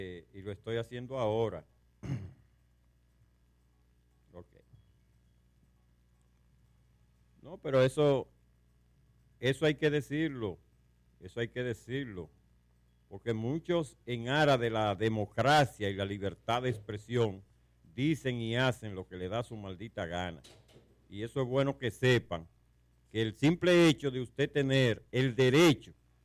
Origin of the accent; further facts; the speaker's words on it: Dominican Republic; para que los dominicanos hoy podamos gozar de libertades.